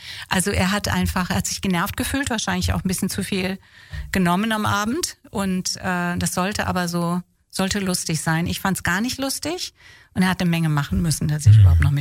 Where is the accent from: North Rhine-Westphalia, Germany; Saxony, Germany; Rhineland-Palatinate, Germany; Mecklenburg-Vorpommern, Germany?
Rhineland-Palatinate, Germany; Leubsdorf; born there; Leubsdorf am Rhein. 1 Kilometer von Linz am Rhein.